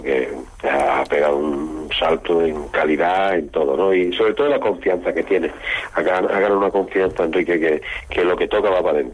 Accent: Málaga, Andalusia, Spain; los que nos gusta el fútbol formativo y somos de Málaga, pues conocemos bien todo lo que ha salido de la cantera de Málaga.

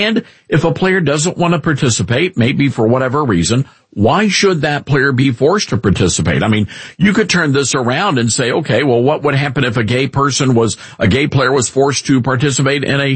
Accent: Memphis, Tennessee, United States; we broadcast our national show from my home town of Memphis.

